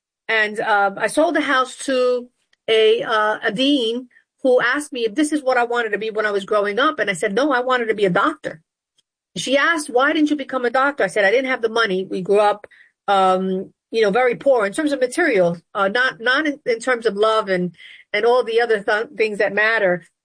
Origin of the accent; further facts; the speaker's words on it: Bronx, New York, United States; My father was a minister. His church was in Harlem. I grew up in the South Bronx. And we lived in the Bronx and commuted to church every day in Harlem.